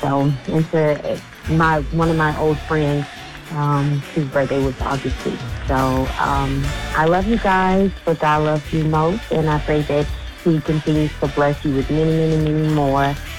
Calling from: Pearland, Texas, United States; I'm calling from Pearland, Texas

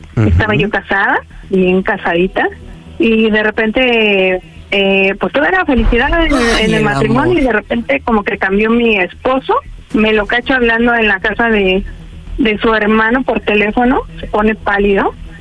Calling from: Ecatepec, State of Mexico, Mexico; Soy de Catepec.

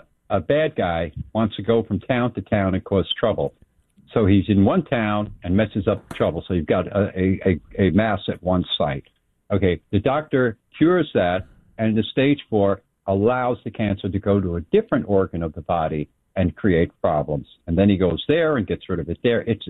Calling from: New York City, New York, United States; He's based in New York City. All right. Well, that's where I live.

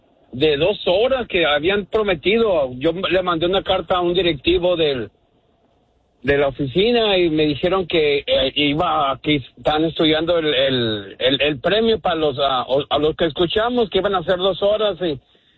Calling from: Tijuana, Baja California, Mexico; Ah, pues soy … de Tijuana.

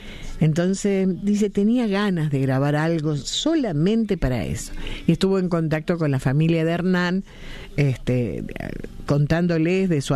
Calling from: Las Perdices, Córdoba, Argentina; de Las Perdices, aquí como siempre escuchándolos.

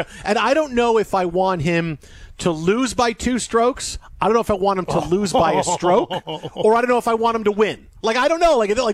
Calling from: Sioux Falls, South Dakota, United States

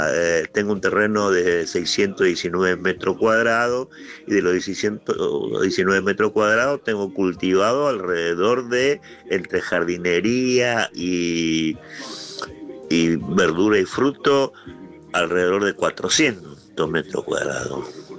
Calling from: Virrey del Pino, Buenos Aires Province, Argentina; Virrey del Pino, González Catán, kilómetro 43 de Juan Manuel de Rosa, ruta nacional número 3. Estoy jubilado.

